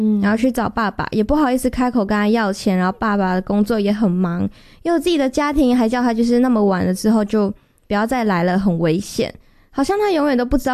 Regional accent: Malaysia; now in Taiwan; 有点像是刚到台湾的时候，就是我不是一个台湾人，我不是这边的人。然后我也有口音，之后回马来西亚的话就变成说好像又带点台湾口音

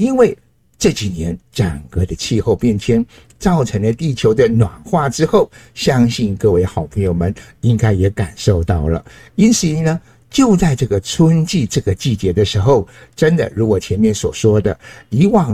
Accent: Nanzhuang, Miaoli County, Taiwan; 尤其在我的部落苗栗县南庄乡的八卡山部落，我老家就是非常有名的嘉里山，嘉里山素有台湾小百岳之称

